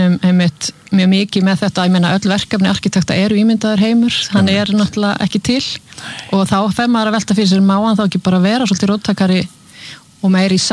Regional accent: Húsavík, Northeastern Region, Iceland; Já Ég er frá Húsavík fóreldra mínu frá Akureyri og Húsavík

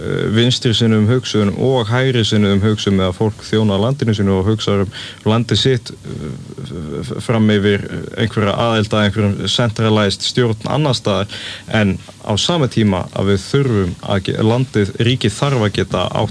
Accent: Southern Region, Iceland; Og ég er úr Grímsnesinu, ég bjó í gullna hringnum

